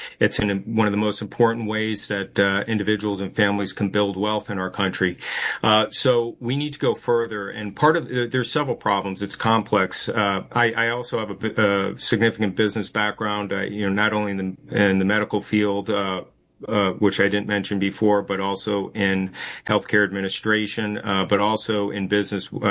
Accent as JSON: {"language": "English", "region": "New England", "country": "United States", "tie": "born or raised there", "said": "Well, I've been on a political journey. I grew up in New England in the 1960s and 70s."}